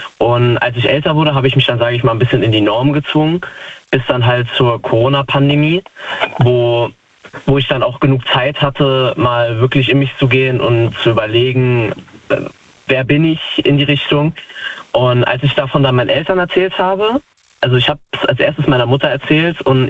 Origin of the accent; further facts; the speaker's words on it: Falscheid, Saarland, Germany; Also ich komme aus Falscheid, aus dem Saarland.